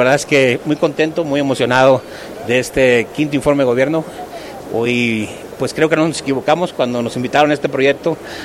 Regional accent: Tampamolón Corona, San Luis Potosí, Mexico; La verdad es que yo soy huasteco de nacimiento, soy originario de Tampamolón Corona, de hecho la alcalde de Tampamolón, la alcaldesa es prima hermana mía

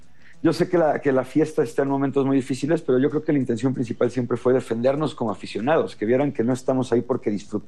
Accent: Mexico; que no tengamos que esperar como mexicanos

